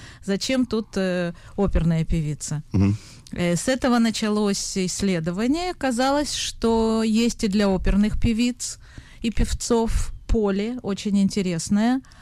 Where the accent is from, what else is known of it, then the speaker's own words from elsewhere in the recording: Moscow, Russia; я из Москвы